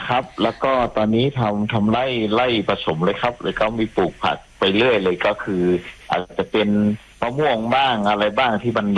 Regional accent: Chiang Rai, Thailand; now in Phaya Mengrai, Thailand; ครับเป็นคนเชียงรายเลยแท้จริงเลยครับ

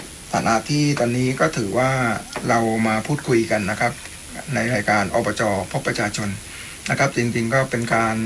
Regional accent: Chumphon, Thailand; อย่าลืมว่าเราเป็นคนชุมพร

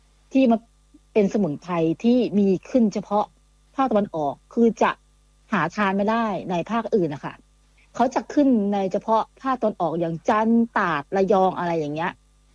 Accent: Chanthaburi, Thailand; เราเป็นคนจันทบุรีอยู่แล้ว

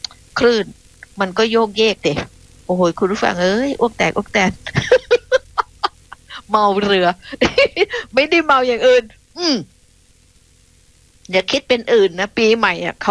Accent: Phuket, Thailand

